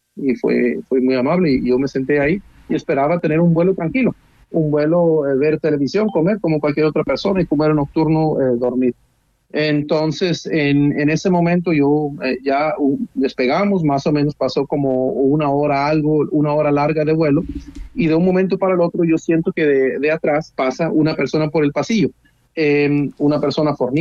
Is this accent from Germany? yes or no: yes; Germany; Spanish is a second language; moved away as an adult; now in Colombia; Yo soy alemán, mi papá es italiano, pero lleva todo su vida en Alemania